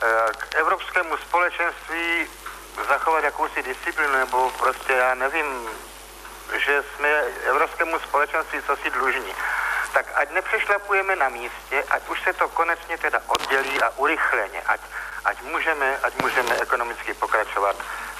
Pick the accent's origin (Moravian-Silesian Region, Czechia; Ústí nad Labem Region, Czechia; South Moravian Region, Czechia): South Moravian Region, Czechia; Mílovice; jsem z Mílovic u Mikulova na okrese Břeclav.